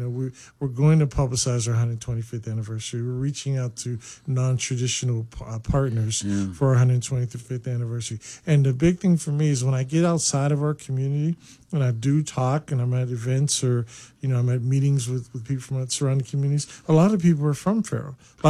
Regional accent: New Castle, Pennsylvania, United States; And I said, well, you know, I'm from Newcastle, right? The story's the same.

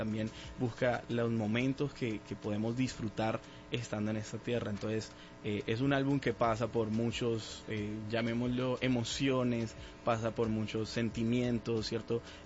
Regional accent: San Andrés, San Andrés, Providencia and Santa Catalina, Colombia; born there; also born or lived in Bogotá; Como ya saben, vivo en San Andrés, nací en San Andrés, entonces los ritmos caribeños

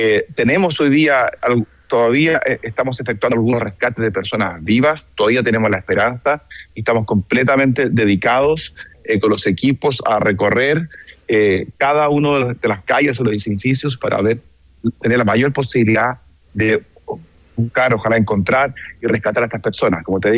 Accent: Chile; yo efectivamente soy chileno

